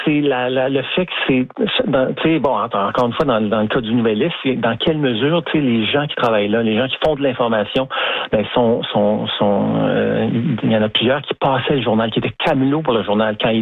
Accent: Montreal, Quebec, Canada; je suis un Montréalais.

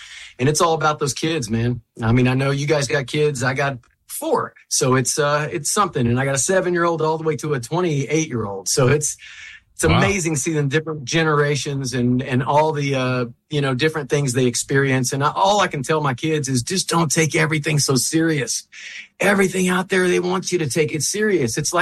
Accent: United States; that shows you the pride of being an American and proud to be born and raised here.

